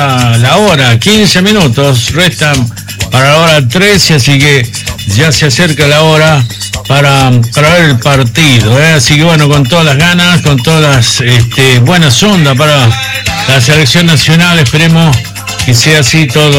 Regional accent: Argentina; Como argentinos que somos

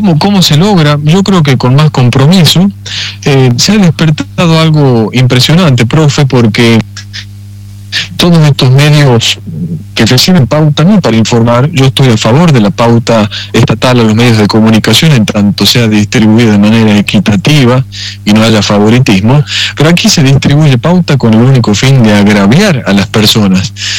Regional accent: Chilecito, La Rioja, Argentina; es un modo de transmitirle a mi tierra, a los chilesiteños y a las chilesiteñas

